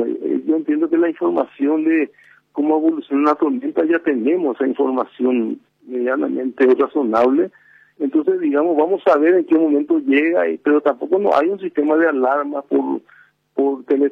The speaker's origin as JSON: {"language": "Spanish", "country": "Paraguay", "said": "acá pues nosotros pues somos, los paraguayos somos muy folclóricos"}